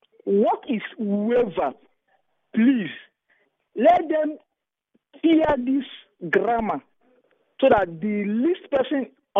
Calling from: Nigeria; I'm calling from Ubum.

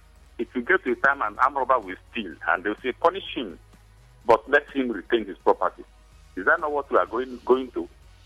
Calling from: Ahoada, Rivers, Nigeria; I'm calling from all the way from Ahoda.

